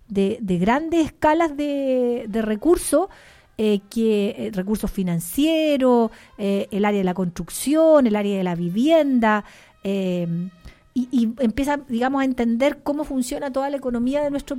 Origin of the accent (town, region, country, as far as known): Chile